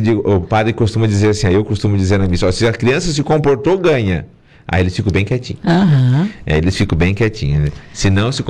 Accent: Nova Veneza, Urussanga, Siderópolis, Santa Catarina, Brazil; now in Araranguá, Brazil; Nova Veneza, Uruçanga, Siderópolis, Turvo, né, da minha terra natal

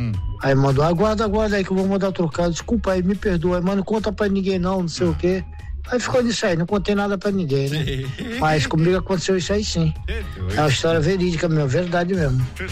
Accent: Guarujá, São Paulo, Brazil; born there; now in Praia Grande, Brazil; Eu nasci aqui no Guarujá, agora eu moro aqui na Praia Grande, né?

